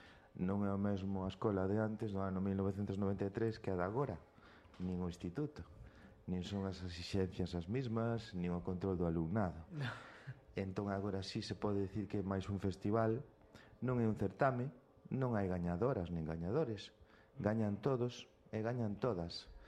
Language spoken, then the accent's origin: Galician; Galicia, Spain; Eu veño incorporado, que son da Mariña.